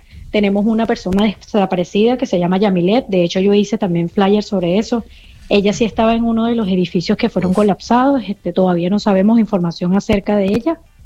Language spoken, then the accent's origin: Spanish; Venezuela; como venezolanos y como seres humanos que somos.